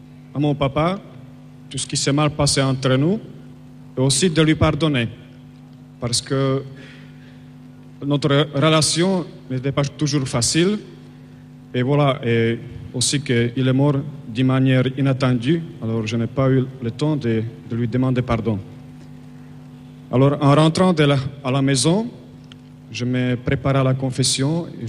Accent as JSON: {"language": "French", "country": "Slovakia", "moved": "yes", "said": "je viens de Slovaquie."}